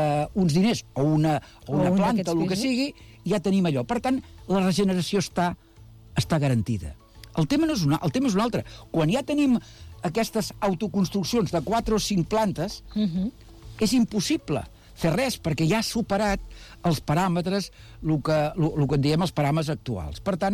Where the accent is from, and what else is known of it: Badalona, Catalonia, Spain